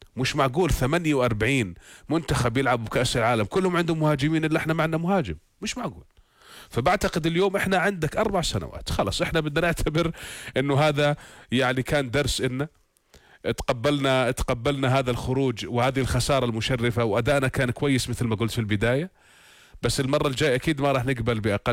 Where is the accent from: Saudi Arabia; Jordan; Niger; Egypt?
Jordan; إحنا كأردنيين